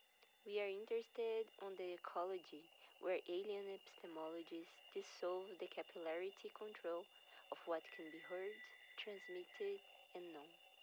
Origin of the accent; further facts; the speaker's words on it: Brazil; accent: Brazilian; I would like also to apologize for my Brazilian accent on the other foreign names that participate on this mix